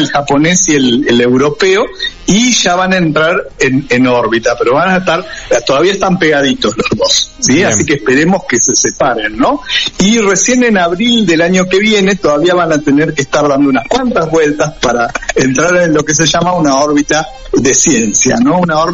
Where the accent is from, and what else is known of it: Argentina